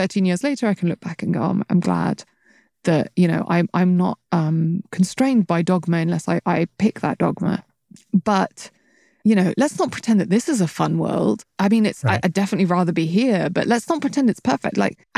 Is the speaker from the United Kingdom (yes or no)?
yes; United Kingdom